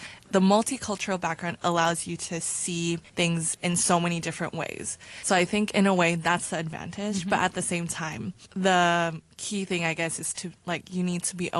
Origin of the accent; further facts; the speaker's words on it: South Korea; English is a second language; When they ask me, where are you from? I say, oh, I'm from Korea.